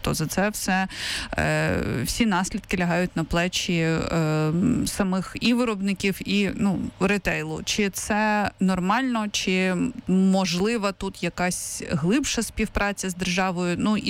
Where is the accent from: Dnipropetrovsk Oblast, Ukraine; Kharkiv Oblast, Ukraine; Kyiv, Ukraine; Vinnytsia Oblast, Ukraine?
Kyiv, Ukraine; Ну, принаймні, знову ж таки, я як киянка не бачу цього наразі в магазинах.